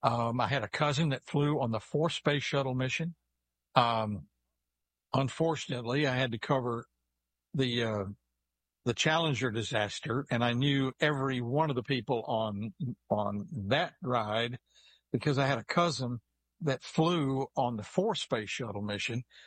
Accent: Fairfield, Texas, United States; my hometown of Fairfield, Texas, which is 90 miles south of Dallas and 161 miles north of NASA.

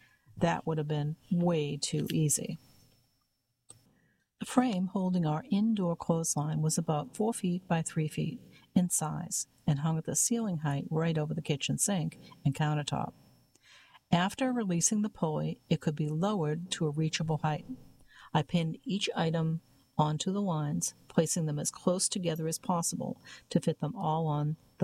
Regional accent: Mount Vernon, New York, United States; were referred to in our neighborhood in Mount Vernon, New York, as the Irish twins

